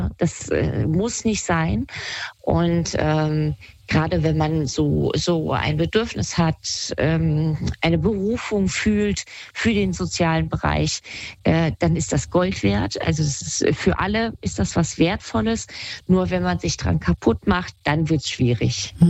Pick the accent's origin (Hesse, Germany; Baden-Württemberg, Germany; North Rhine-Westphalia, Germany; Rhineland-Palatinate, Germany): Hesse, Germany; Kassel